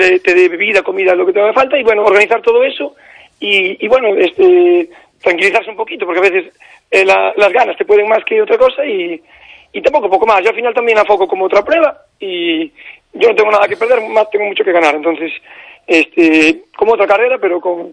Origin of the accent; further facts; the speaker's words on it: Bertamiráns, Galicia, Spain; pero soy de Berta Mirán. Mis padres viven en Berta Mirán, me crié en Berta Mirán. Y es mi tierra